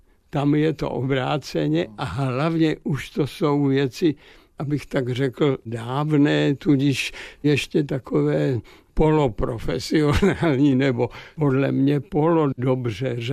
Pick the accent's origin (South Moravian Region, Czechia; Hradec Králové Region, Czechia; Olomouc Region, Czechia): Hradec Králové Region, Czechia; Opočno; also born or lived in Pohoří; v Pohoří, ale v Opočně jsem od věku 6 neděl. Takže jsem vyrostl v Opočně a považuji se za Opočeňáka, i když rodák jsem jinde.